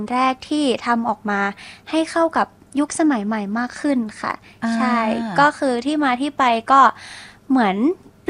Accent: Nonthaburi, Thailand; born there; now in Nakhon Pathom, Thailand; หนูเกิดนนทบุรีค่ะแต่ว่าตอนนี้อยู่นครปฐม

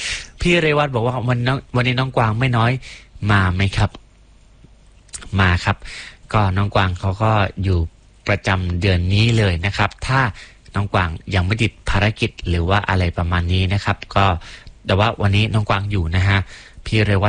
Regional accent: Mae Sai, Chiang Rai, Thailand; now in Chiang Mai, Thailand; ผมก็เป็นคนแม่สายนะครับแล้วก็มาอยู่เจียงใหม่

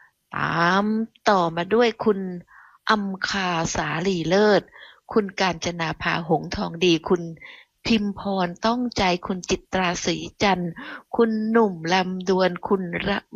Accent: Phuket, Thailand; now in Bangkok, Thailand; ดิฉันนี่จากเกาะดิฉันเป็นคนภูเก็ตเนาะดิฉันเป็นคนเกาะนะมาอยู่กรุงเทพโดนนานแปลว่ามาอยู่กรุงเทพนานก็มาตั้งแต่เรียนหนังสือกลับบ้านก็มีบ้างนะคะ

